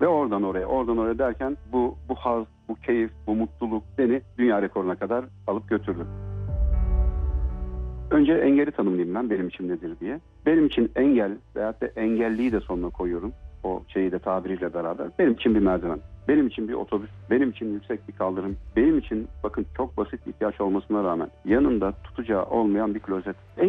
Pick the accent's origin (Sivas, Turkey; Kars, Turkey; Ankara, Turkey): Kars, Turkey; also born or lived in Gölcük; 1976 Kars doğumluyum. İlk öğretimimi Kars'ta, diğer öğrenimlerimde Kocaeli'nin Gölcük ilçesinde tamamladım.